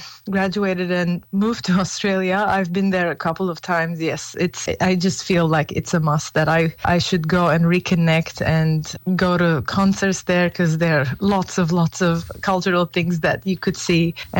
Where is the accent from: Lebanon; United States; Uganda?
Lebanon; Beirut, Beirut Governorate; English is a second language; So we were raised in the Armenian community, mainly went to Armenian schools in Beirut.